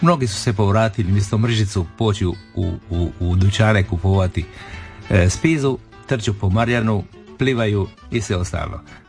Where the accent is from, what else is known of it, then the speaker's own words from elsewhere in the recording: Croatia; Uspio sam da preplivam kao prvi Hrvat.